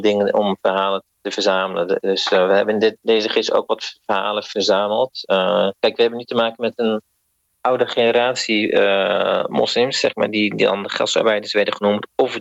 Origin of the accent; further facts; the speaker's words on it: Rotterdam, South Holland, Netherlands; En ik ben zelf ook geen Amsterdammer